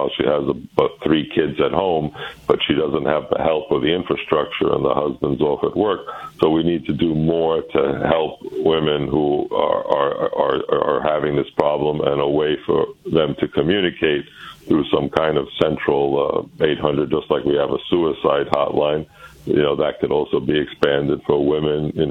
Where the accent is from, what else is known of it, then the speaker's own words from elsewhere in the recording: Brooklyn, New York, United States; You know, I grew up in Brooklyn in a three-story house. Grandma was on the second floor. Aunt was on the third floor.